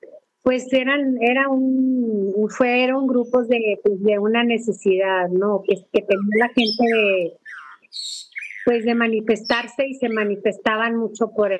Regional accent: Durango, Mexico; nosotras somos originarias de la Sierra de Durango.

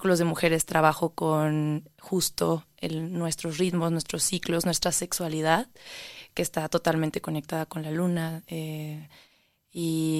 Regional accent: Oaxaca, Mexico; soy oaxaqueña también, hablábamos que somos oaxaqueñas

